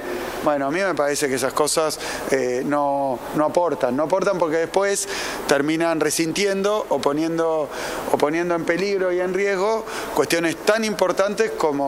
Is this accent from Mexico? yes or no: no; Argentina; accent: Rioplatense; lo digo en Río Platense